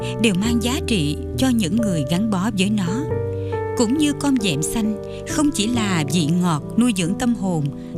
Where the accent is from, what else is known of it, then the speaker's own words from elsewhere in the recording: Kien Giang, Vietnam; bãi bồi ven biển miệt thứ quê tôi